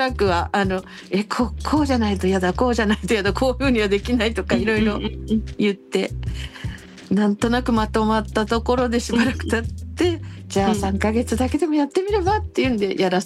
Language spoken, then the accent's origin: Japanese; Okinawa, Japan; 地元沖縄というところから